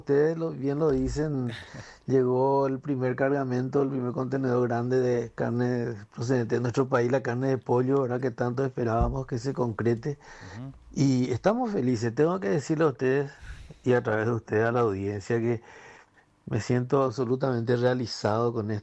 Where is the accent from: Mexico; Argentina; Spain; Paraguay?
Paraguay; Así que como paraguayo me siento realizado de este logro